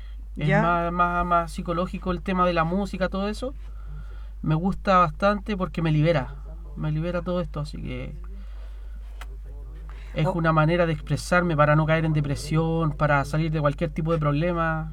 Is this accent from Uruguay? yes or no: no; Santiago, Santiago Metropolitan Region, Chile; moved away as an adult; now in Cauquenes, Chile; Yo soy de aquí, de Cauquienes. Bueno, era de Santiago, ya 4 años, 5 años cercano, viviendo aquí en Cauquienes.